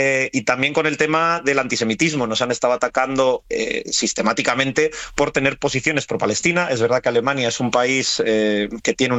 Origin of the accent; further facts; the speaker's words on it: Spain; trato de echar un ojo a lo que pasa al final en mi país, pues, por ejemplo, con la ley de nietos, que es algo además que me toca la fibra, porque en Izquierda Unida en el exterior es algo que hace mucho tiempo estábamos pidiendo